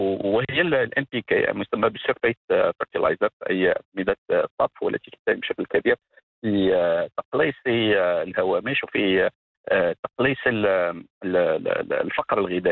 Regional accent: Morocco; وهي الملكية التي نتوحد جميعا كمغاربة حولها

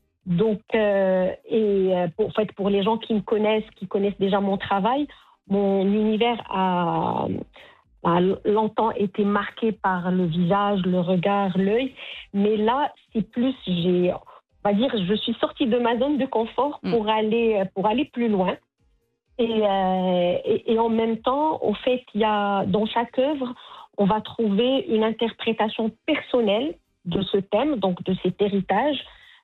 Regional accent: Morocco; son choix était d'exposer deux artistes qu'elle représente, moi en tant que marocaine et lui français.

